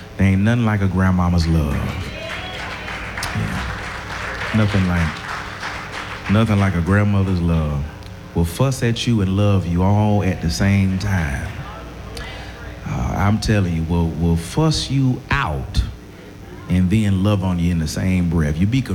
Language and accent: English; Emmaus, Pennsylvania, United States; Growing up in Emmaus, we didn't have a whole lot in terms of tangible things.